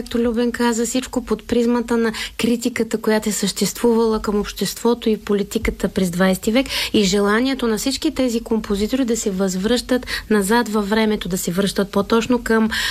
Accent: Plovdiv, Plovdiv Province, Bulgaria; now in Sofia, Bulgaria; А Пловдив е моят роден град.

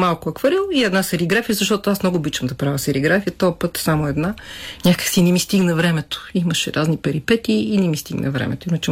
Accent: Sofia, Sofia City, Bulgaria; въпреки че съм от София, някой ден живея по причина някаква, имала съм къща, но живея в блок

